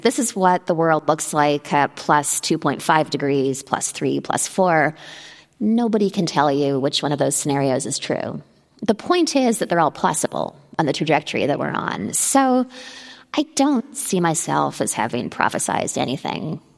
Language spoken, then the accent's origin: English; Canada; I feel I'm Canadian.